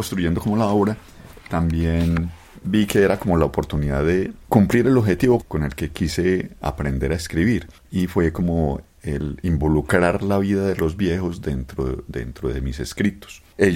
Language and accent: Spanish; Abejorral, Antioquia, Colombia; born there; moved away; also born or lived in La Ceja; Mi papá es campesino, mi papá y mi mamá son campesinos. Después pasaron a Abejorral, que es mi pueblo de origen.